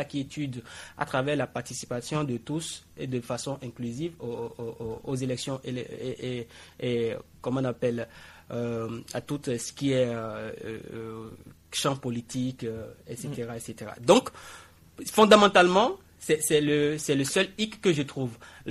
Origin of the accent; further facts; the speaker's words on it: Benin; aujourd'hui, on ne se cache plus lorsqu'on dit « je suis béninois »